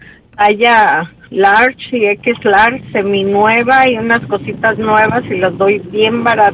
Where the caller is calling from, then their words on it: Ventura, California, United States; aquí vivo en Ventura